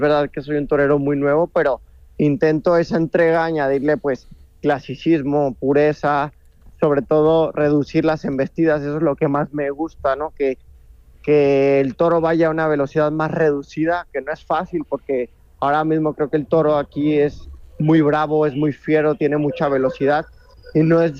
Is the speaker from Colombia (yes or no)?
no; Aguascalientes, Mexico; Pues yo soy un chaval de Aguascalientes. Que de un barrio muy humilde que se llama La Mora